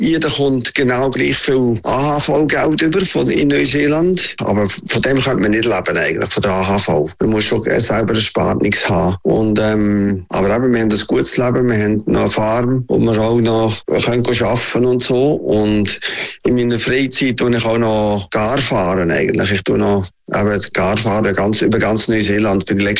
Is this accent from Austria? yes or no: no; Switzerland; moved away; Und ich bin im Buddhisholz in einer Garage aufgewachsen und hatte keine Chance gehabt für einen Betrieb über das Nein in der Schweiz eigentlich.